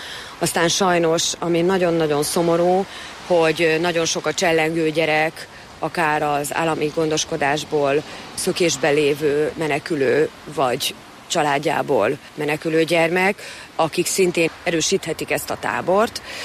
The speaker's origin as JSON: {"language": "Hungarian", "town": "Miskolc", "region": "Borsod-Abaúj-Zemplén", "country": "Hungary", "tie": "born or raised there", "moved": "yes", "said": "a Borsodban nőttem fel Miskolcon"}